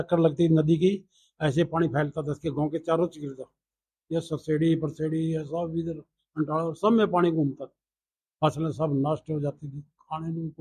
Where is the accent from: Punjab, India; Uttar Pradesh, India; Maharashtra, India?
Punjab, India; accent: Haryanvi; जो ये गांव है जिनके 3 पासे हरियाणा लगता है, हमारी बोली भी हरियाणा की है, सारा लेन देन जो भी हमारा बैंक का ला लो या अपनी फसल का ला लो सारा कुछ हरियाणा में है, हम सिर्फ पंजाब में सरकारी काम के लिए जाते हैं।